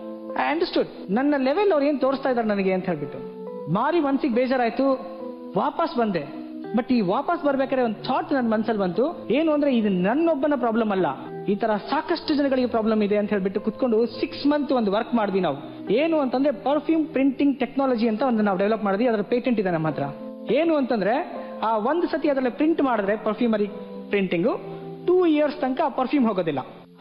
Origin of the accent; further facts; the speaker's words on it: Mandagadde, Karnataka, India; born there; ನಾನು ಸಣ್ಣ ಹಳ್ಳಿಯಿಂದ ಬಂದವನು, ತೀರ್ಥಹಳ್ಳಿ ತಾಲೂಕು ಮಂಡಗದ್ದೆ ಅಂತ.